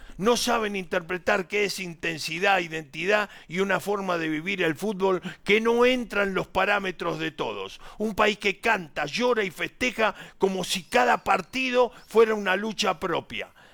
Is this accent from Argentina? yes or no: yes; Argentina; now in Colombia; 25.000 argentinos vivimos acá en Colombia y estamos orgullosos de vivir en esta tierra tan querida.